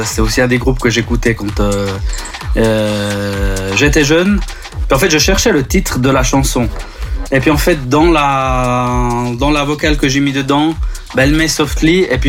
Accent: Switzerland; Je suis originaire, en fait, je suis 100% italien. Je suis né et grandi en Suisse et j'habite en fait dans le canton de Berne, dans une ville qui s'appelle Bielbienne.

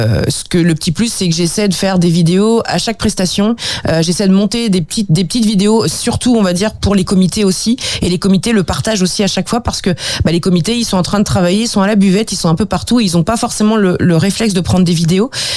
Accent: Bernay-en-Champagne, Pays de la Loire, France; on est des enfants de la campagne, on est né ici. Moi je suis de Bernay en Champagne, était né de Vallon-sur-Gers, donc on est vraiment d'ici.

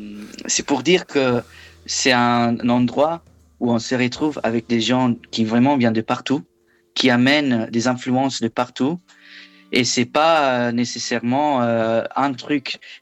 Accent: Italy; now in Belgium; À la base, moi, je viens d'Italie. Ouais. Je suis même pas belge.

